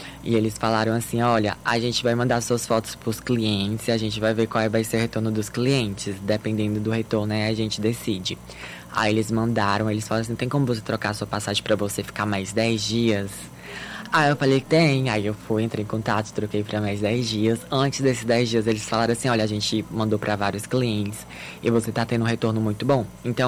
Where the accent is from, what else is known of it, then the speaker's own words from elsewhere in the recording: Northeast Region, Brazil; a gente, que é nordestino